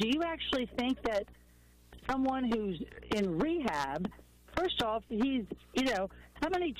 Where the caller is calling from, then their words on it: Baltimore, Maryland, United States; I'm calling from Ravens Nation in Baltimore.